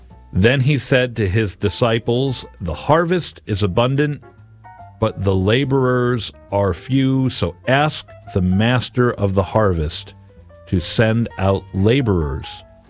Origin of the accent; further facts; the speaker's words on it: United States; I think about where I grew up in South County